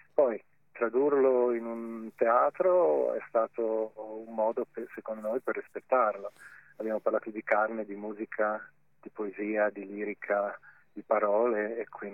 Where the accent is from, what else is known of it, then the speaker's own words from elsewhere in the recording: Bolzano, Trentino-Alto Adige, Italy; moved away as an adult; also born or lived in Australia; now in Umbria, Italy; Il primo perché si ritorna a Bolzano davvero dopo tanto tempo. Ho passato pochissimi giorni negli ultimi 20 anni nella mia città natale